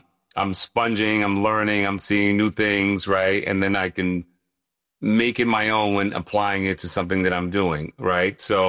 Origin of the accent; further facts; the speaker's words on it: Bronx, New York, United States; I grew up on 164th Street on Sheridan Avenue, and just up the block on 167th, there was a theater, and we would go there as kids.